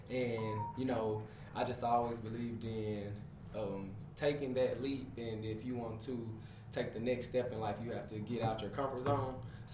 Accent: Little Rock, Arkansas, United States; I'm a full-time personal trainer. I grew up here in Little Rock, Arkansas. Went to Central High.

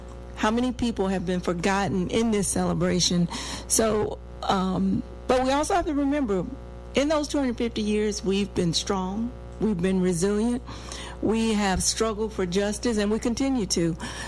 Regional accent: United States; as an American, and as you stated, I am proud to be American. I served my country for over 10 years in the U.S. Army

